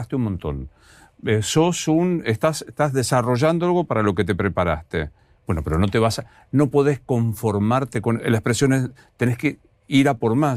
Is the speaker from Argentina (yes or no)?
yes; Rosario, Santa Fe, Argentina; now in Buenos Aires, Argentina; yo vengo de Rosario